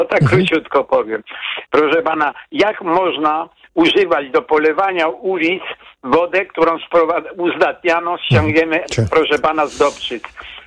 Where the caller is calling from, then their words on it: Kraków, Lesser Poland, Poland; ja już mieszkam w Krakowie już ponad 70 lat